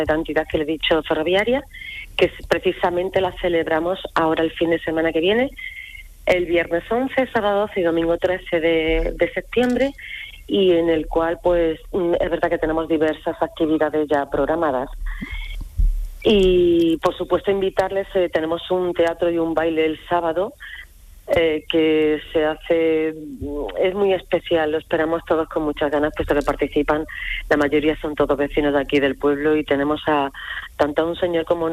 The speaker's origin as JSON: {"language": "Spanish", "region": "Andalusia", "country": "Spain", "tie": "born or raised there", "said": "Ah, pues mi pueblo para mí es muy bonito, muy llanito, muy acogedor. Es un pueblo pequeñito, pero muy grande de corazón."}